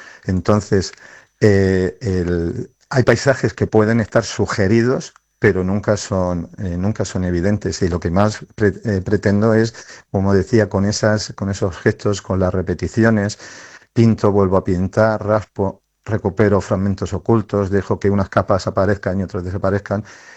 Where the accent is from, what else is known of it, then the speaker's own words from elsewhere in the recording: Torrevieja, Valencian Community, Spain; yo soy nacido en Torrevieja